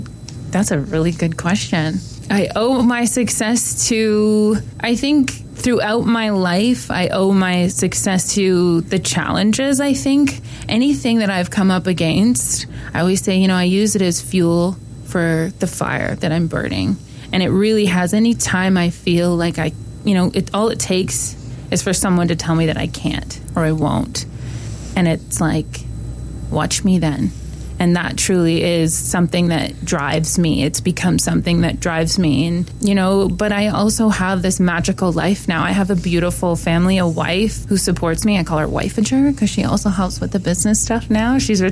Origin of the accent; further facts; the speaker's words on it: Welland, Ontario, Canada; also born or lived in Six Nations; My citizenship is from Six Nations. It's where my family was from. And I grew up in Welland, small town of Welland, Ontario, is where my family grew up.